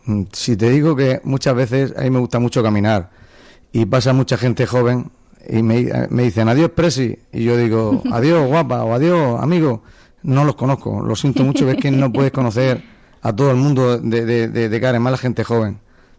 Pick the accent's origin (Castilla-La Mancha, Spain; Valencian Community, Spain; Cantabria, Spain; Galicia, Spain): Valencian Community, Spain; Orihuela; yo soy del Rabaloche, ¿eh? Y como rabalochero que soy, pues me gustan las cosas de Orihuela.